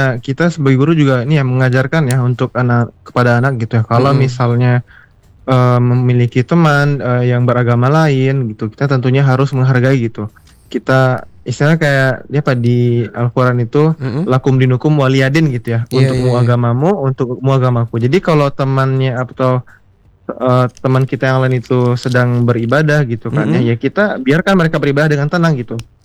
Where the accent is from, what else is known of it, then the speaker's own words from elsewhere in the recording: West Sumatra, Indonesia; also born or lived in Bandung; now in Karawang, Indonesia; saya aslinya dari ini, dari Sumatera Barat.